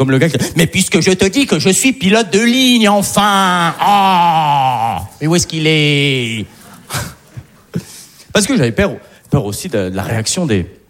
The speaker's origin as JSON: {"language": "French", "country": "Algeria", "said": "Et je le dis, d'ailleurs, allègrement que je suis algérien, je sais que ça se voit pas forcément."}